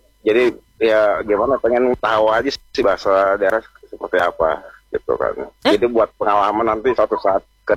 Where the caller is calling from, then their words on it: Palangkaraya, Central Kalimantan, Indonesia; Oh, yang siang di Palangkaraya.